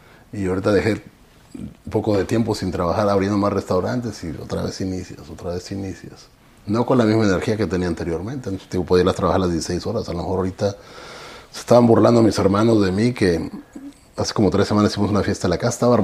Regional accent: Mexico; moved away; Uno como mexicano

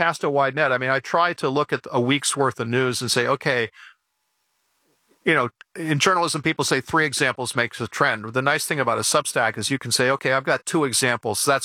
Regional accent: Callicoon, New York, United States; It was really good for my hometown because people moved out of New York City 2.5 hours to Calicoon, New York, where I grew up, and found homes in the farmlands

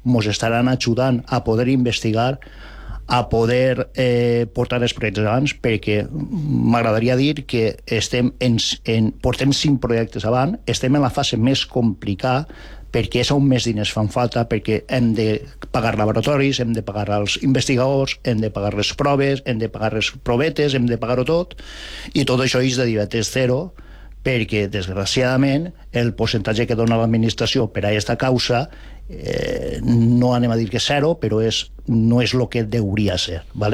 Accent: Ontinyent, Valencian Community, Spain; Yecla és on van néixer els meus pares, en Yecla van néixer els meus pares, i el Ontinyent és el club del meu poble, el meu club.

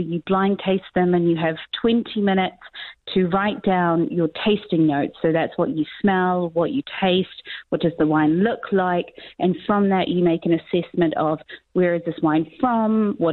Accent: New Zealand; accent: New Zealand; Now I'm trying to say it in my New Zealand accent and I can't.

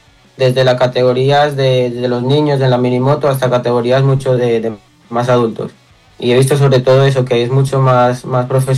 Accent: Colombia; mucha gente decía que me seleccionaron por ser colombiano y que nada más.

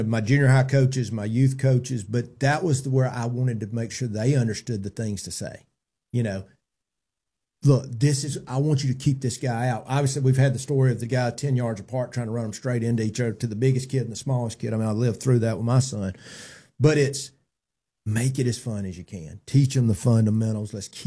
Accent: Ohatchee, Alabama, United States; moved away; also born or lived in Piedmont, Alabama; I came from a small school. You know, I grew up in Ohatchee and Piedmont.

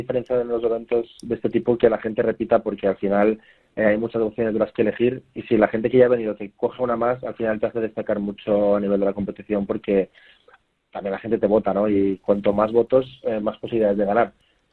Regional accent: Brazil; now in Zaragoza, Spain; Nosotros somos aquí de Zaragoza, y somos originalmente brasileños y tenemos una cierta conexión extra con toda la parte de Coruña, por toda la familia y amigos que tenemos por ahí, por la zona, sobre todo en Vigo.

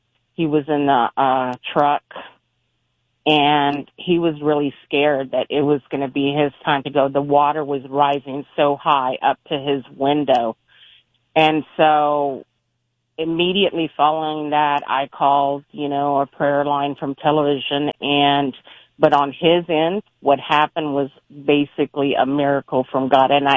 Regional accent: Houston, Texas, United States; I'm originally from Houston, native Houstonian

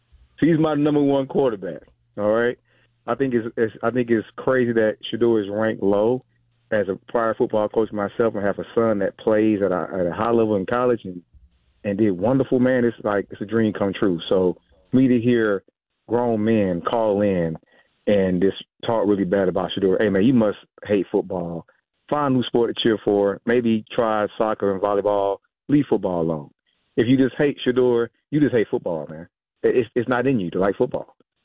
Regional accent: Georgia, United States; I'm from Georgia

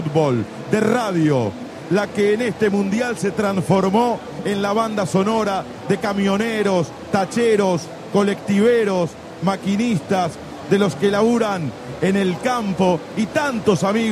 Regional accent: Argentina

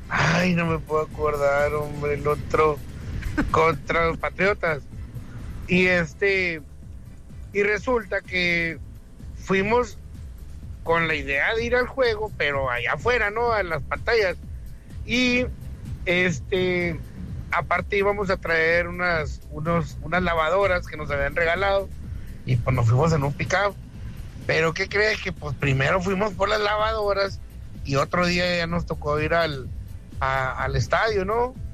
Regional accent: Mexico; Somos mexicanos.

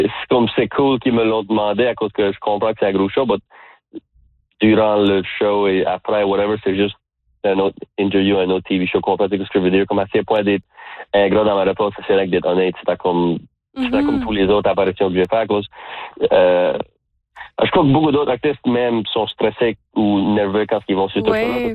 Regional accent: Canada; accent: accent of la Baie (Acadian); je te parle puis je m'attrape à quasiment changer mon accent. Normalement, quand je parle avec du monde qui vient pas de la baie, j'ai tendance à aplatir mon accent.

